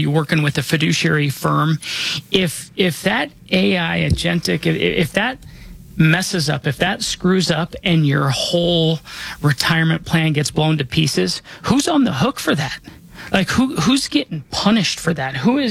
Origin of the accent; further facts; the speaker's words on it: Denver, Colorado, United States; I was born and raised here in Denver.